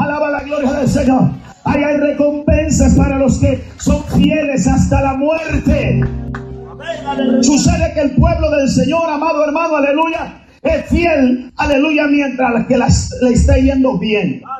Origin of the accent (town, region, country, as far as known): Guatemala